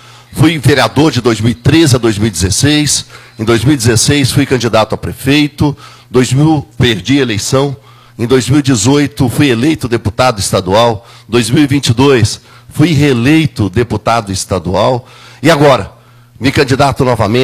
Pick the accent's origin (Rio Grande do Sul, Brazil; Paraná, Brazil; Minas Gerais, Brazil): Minas Gerais, Brazil; Alfenas; now in Água Boa, Brazil; sou mineiro lá da cidade de Alfenas